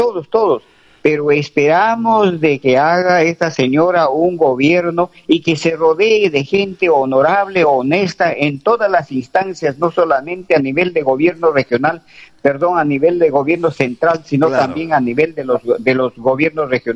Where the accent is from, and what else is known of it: Peru